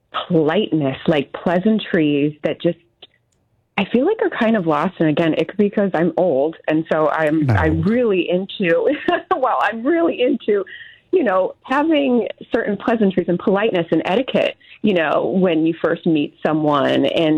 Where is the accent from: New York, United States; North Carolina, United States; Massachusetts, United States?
New York, United States; He has some ties here, and I do too. I'm from New York.